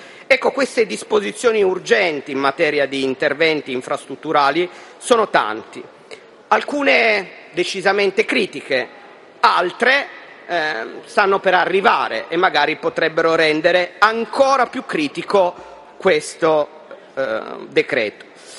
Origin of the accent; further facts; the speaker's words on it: Turin, Piedmont, Italy; Lo dico da torinese